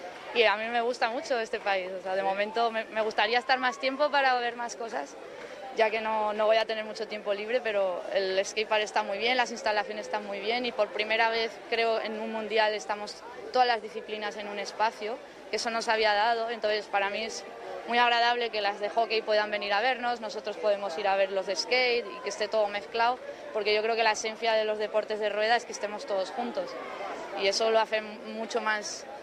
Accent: Spain; somos de España, somos tres, Carla, Enerich y yo

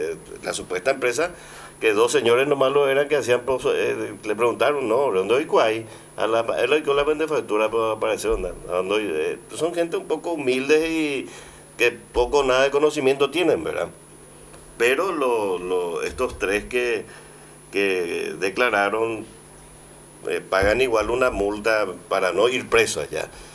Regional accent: Pilar, Ñeembucú, Paraguay; vos sos de Pilar, ahí de la campaña

